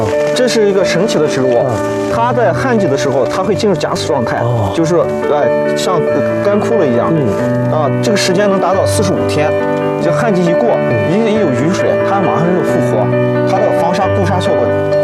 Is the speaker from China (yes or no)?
yes; Xinjiang, China; 这也是我们新疆人一种戍边扎根边疆扎根戈壁的一种精神象征